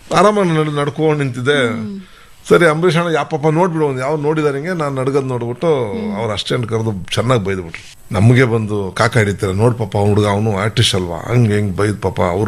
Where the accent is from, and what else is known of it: Kollegal, Chamarajanagar, Karnataka, India; born or raised there; moved away